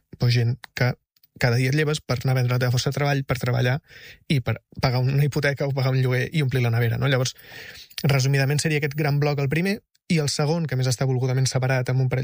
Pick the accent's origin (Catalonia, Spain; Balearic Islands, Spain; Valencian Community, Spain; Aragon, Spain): Catalonia, Spain; El Masnou; estem intentant tancar alguna presentació a Barcelona o al meu poble, que és Masnou, etc.